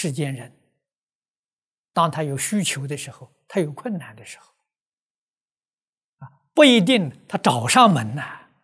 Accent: China; 我们中国人常讲合情合理

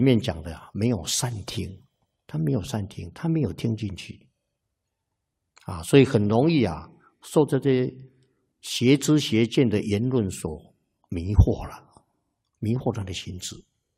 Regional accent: Taiwan; 我们台湾人啊

